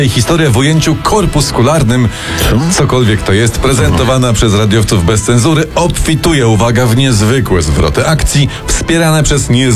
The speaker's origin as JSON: {"language": "Polish", "town": "Rzeszów", "region": "Subcarpathian Voivodeship", "country": "Poland", "said": "Bo ja jestem z Rzeszowa"}